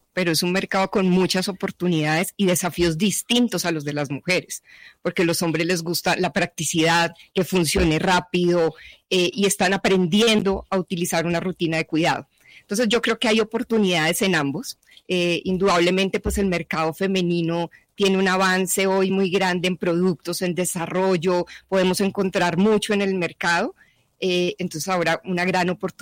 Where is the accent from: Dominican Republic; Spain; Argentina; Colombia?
Colombia; Bogotá; born there; Pero yo nací en Bogotá, sí.